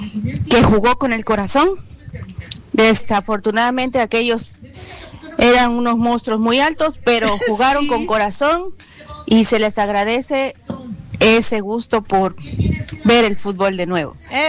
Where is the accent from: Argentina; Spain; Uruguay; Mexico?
Mexico; Veracruz; Hola chicos, buenos días … del Puerto de Veracruz.